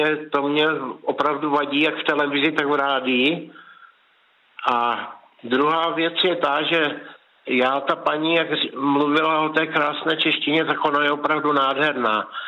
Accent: Moravian Slovakia, Czechia; já jsem z Moravského Slovácka a já jsem veliký patriot

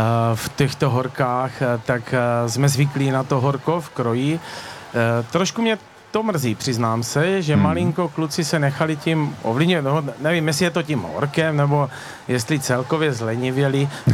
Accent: Staré Město, Zlín Region, Czechia; pocházím ze Starého Města, ale momentálně trávíme krásný víkend ve Strážnici.

